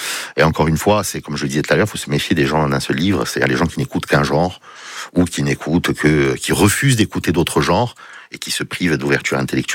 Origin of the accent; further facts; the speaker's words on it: Bastia, Corsica, France; Je parle souvent de Bastia, et je suis bastiais, j'ai été élevé à Bastia